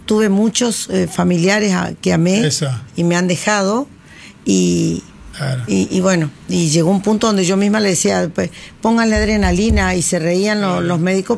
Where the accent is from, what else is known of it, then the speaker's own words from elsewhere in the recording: Presidencia Roque Sáenz Peña, Chaco, Argentina; born there; Cuando era chica en Saspeña